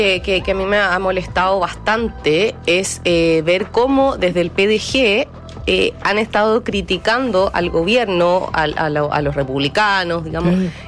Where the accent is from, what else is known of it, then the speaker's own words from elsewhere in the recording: Antofagasta, Chile; yo soy antofagastina. No, yo nací, crecí, estudié en el norte.